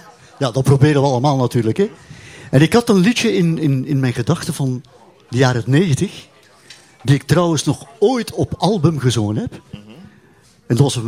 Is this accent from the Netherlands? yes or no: no; West Flanders, Belgium; Ik ben een West-Vlaming, ja.